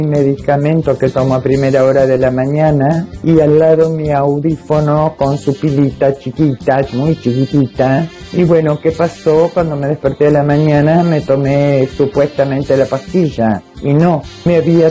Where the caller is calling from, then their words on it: Lago Puelo, Chubut, Argentina; del Lago Pueblo